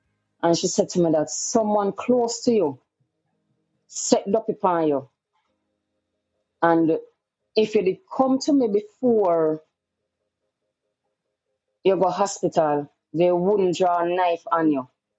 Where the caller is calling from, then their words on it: Kingston, Jamaica; I'm from Kingston, Jamaica.